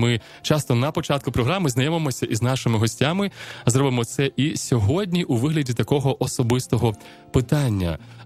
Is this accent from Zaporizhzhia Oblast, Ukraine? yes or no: yes; Enerhodar, Zaporizhzhia Oblast, Ukraine; Це моє рідне місто, до речі, я там народився.